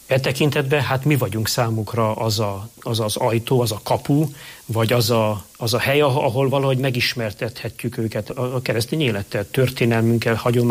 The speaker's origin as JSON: {"language": "Hungarian", "region": "Satu Mare County", "country": "Romania", "tie": "born or raised there", "moved": "yes", "said": "Romániában születtem, Erdélybe, Szatmár vidékén"}